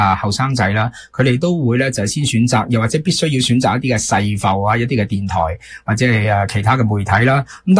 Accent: Canada; 其实呢我哋加拿大人仍然呢都係高度关注呢就係、是、新闻嘅资讯嘅。

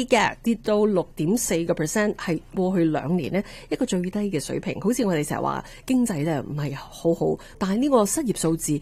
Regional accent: Canada; 咁但系始终我哋加拿大人都觉得咧，点样先为之一个即系比较实际啲嘅副业咧？

